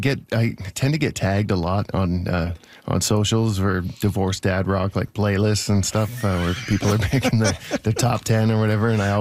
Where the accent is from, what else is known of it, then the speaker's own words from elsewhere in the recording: Toronto, Ontario, Canada; also born or lived in Norwood; So I moved, my dad lived there, and I moved from Toronto to Norwood to live with my dad and started going to high school there.